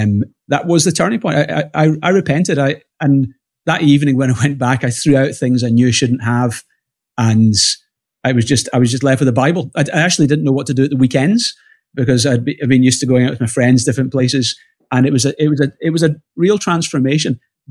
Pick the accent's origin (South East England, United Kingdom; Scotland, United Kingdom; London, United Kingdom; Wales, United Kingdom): Scotland, United Kingdom; Glasgow; Yeah, so I was born 1975 in Glasgow. I'm 50 now, and grew up taken to church as a kid.